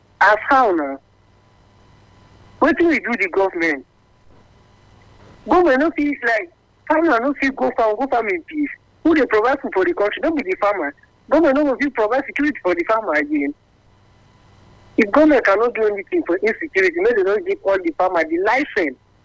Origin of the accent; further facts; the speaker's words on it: Kaduna State, Nigeria; I'm from North, I'm from Kaduna State